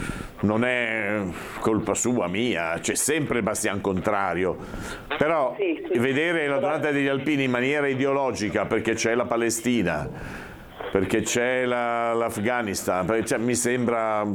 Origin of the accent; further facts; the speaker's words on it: Liguria, Italy; sono ligure